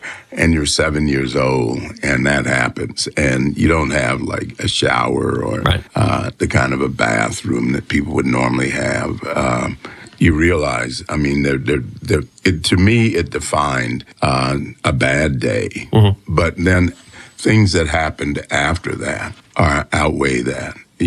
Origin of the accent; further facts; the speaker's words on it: Pinpoint, Georgia, United States; born there; Well, I was born in Pinpoint, but I had most of my growing up, I've been fortunate.